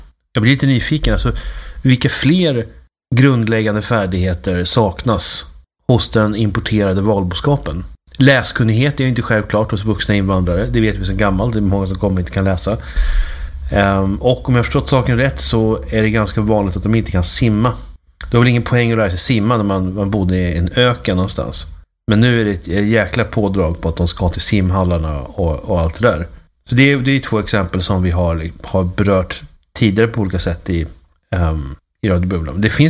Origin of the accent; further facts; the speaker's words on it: Uppsala, Uppsala County, Sweden; Eller är det kanske så att det är bara för att jag kommer från Uppsala som jag tar cykeln för given?